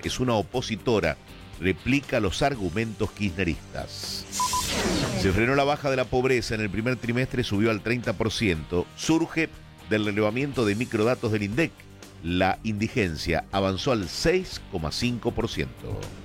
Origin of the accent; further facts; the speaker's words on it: San Juan, Argentina; Qué feliz me hace que hablen de mi tierra, de la temperatura, porque lo mencionó Berengo hace instantes. Habla de mi San Juan.